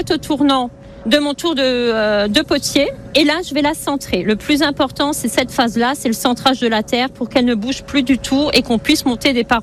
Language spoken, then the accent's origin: French; Saint-Avold, Grand Est, France; je suis originaire du côté de Saint-Avold et j'ai découvert la poterie adolescente et arrivée à l'âge adulte.